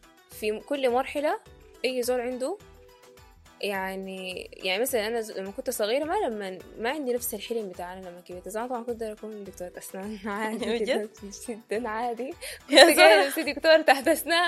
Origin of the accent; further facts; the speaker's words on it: Sudan; moved away as an adult; عندنا في السودان